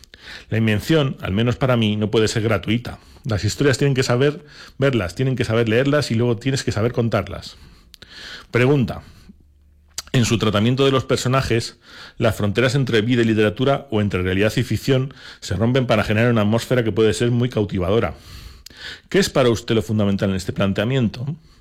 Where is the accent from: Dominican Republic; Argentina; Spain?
Spain; Zamora, Castile and León; moved away as an adult; now in Salamanca, Spain; devolverle a esta ciudad enigmática todo lo que me ha dado desde que llegué desde Zamora a estudiar allí en el año 79.